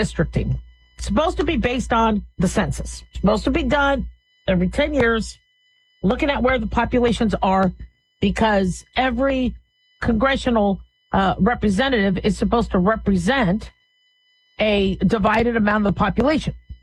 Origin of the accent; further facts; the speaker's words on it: California, United States; born there; California is one of my favorite states. I was born there.